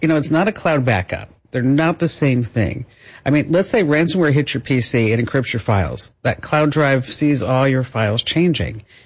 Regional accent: New Jersey, United States; I'm from New Jersey.

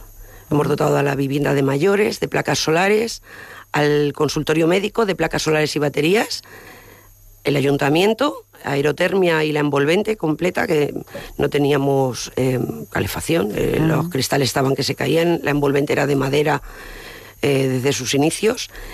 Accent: Castellar de Santiago, Castilla-La Mancha, Spain

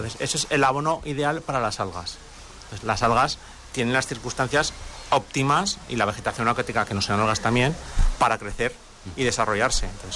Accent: Torremocha de Jiloca, Aragon, Spain; yo soy de Torremocha de Jiroca

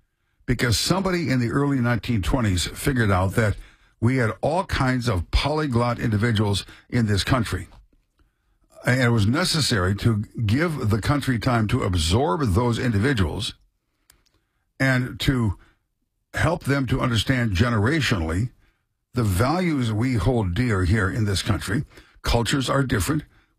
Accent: Midwest, United States; now in Maryland, United States; I grew up in the Midwest.

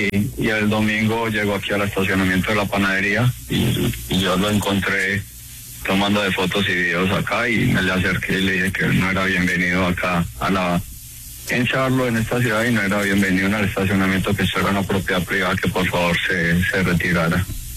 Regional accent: Antioquia, Colombia; Pero a ver, primero, somos de sangre paisa, sangre de arrieros. Yo fui ex militar en Colombia.

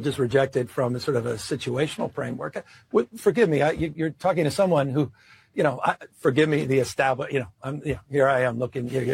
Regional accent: San Francisco, California, United States; I've lived this. I'm from San Francisco.

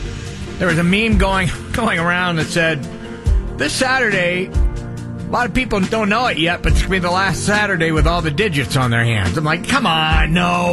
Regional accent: New England, United States; I grew up in New England

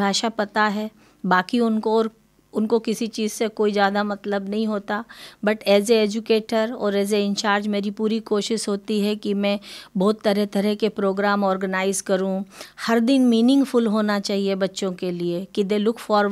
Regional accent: Harda, Madhya Pradesh, India; moved away as an adult; now in Australia; मैं मध्य प्रदेश से हूँ। मध्य प्रदेश के पास भोपाल के पास एक छोटा सा शहर है, उसका नाम है हरदा। वो हरदा से मैं बिलोंग करती हूँ

